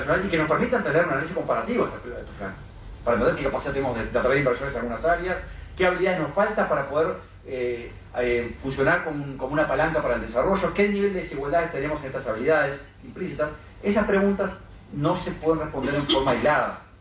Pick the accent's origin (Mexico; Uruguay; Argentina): Uruguay